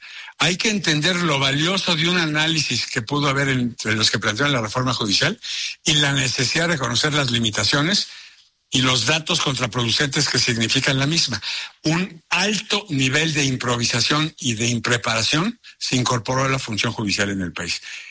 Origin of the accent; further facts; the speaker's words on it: Mexico; nos sostienen como abogados, como mexicanos